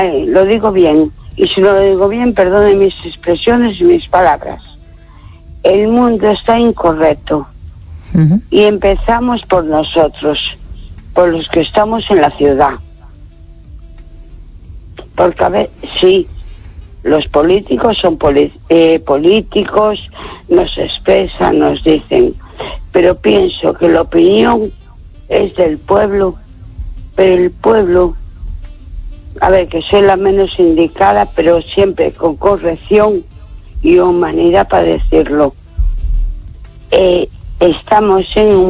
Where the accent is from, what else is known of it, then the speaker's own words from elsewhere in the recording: A Coruña, Galicia, Spain; Hola, buenas noches. … de Coruña.